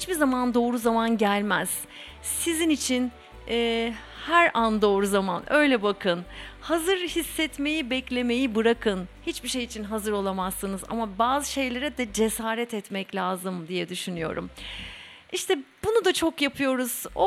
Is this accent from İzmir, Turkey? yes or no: yes; Aliağa, İzmir, Turkey; Ali Ağa'da büyüdüm ben.